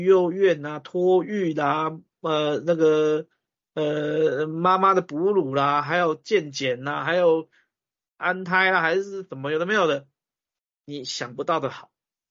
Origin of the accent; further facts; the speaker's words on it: Taiwan; 在我们台湾人认知上面